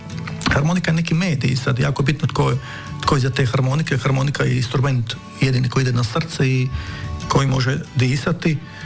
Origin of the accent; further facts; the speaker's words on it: Brinje, Lika-Senj County, Croatia; moved away; Ja kažem: iz Brinja.